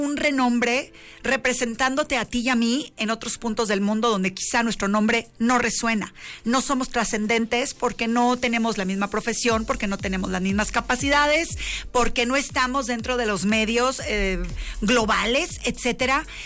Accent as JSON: {"language": "Spanish", "country": "Mexico", "said": "nosotros como mexicanos"}